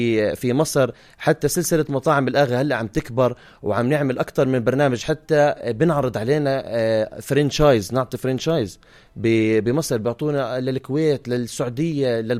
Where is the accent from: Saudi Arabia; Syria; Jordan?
Jordan; كل الناس بتعرف إنه أنا أردني، وأنا بفتخر بهذا الإشي